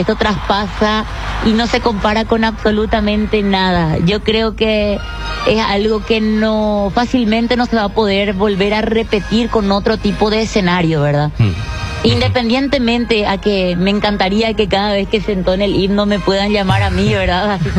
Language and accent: Spanish; Paraguay; así somos los artistas paraguayos